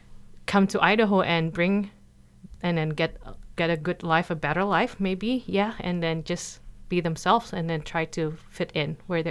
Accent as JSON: {"language": "English", "country": "Indonesia", "also_born_or_lived": "Ohio", "second_language": "English", "moved": "as an adult", "lives_now": "United States", "said": "When I come from Indonesia, I don't know, almost 20 years ago, and then met my husband in Ohio."}